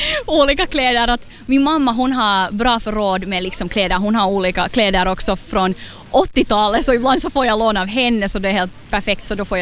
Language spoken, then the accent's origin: Swedish; Ekenäs, Uusimaa, Finland; och jag kommer från Ekenäs.